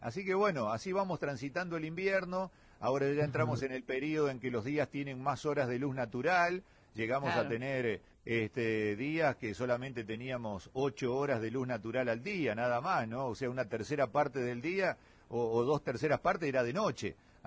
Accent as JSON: {"language": "Spanish", "area": "Santa Fe Province", "region": "Santa Fe", "country": "Argentina", "tie": "born or raised there", "moved": "as an adult", "lives_now": "Tierra del Fuego, Argentina", "said": "yo soy oriundo de la provincia de Santa Fe"}